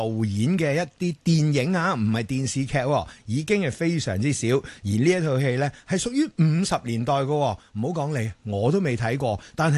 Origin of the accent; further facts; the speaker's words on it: China; 我哋中国人非常关注嘅大暑啦